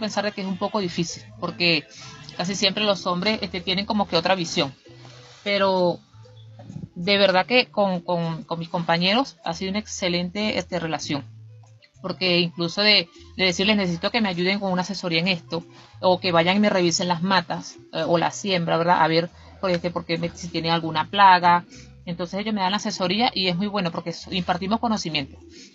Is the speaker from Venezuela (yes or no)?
yes; Carache, Trujillo, Venezuela; yo nací en Carache, me crié ahí y sí salí a estudiar mi bachillerato en la ciudad, pero regresé. Regresé de nuevo allá y mi familia es productora y mayormente también en café, también son productores en café.